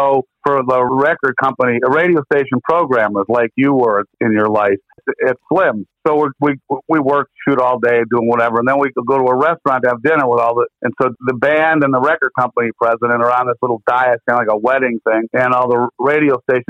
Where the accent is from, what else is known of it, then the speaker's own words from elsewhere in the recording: Cleveland, Ohio, United States; hey, man, I'm from Cleveland. Cleveland broke the … album, broke that tour.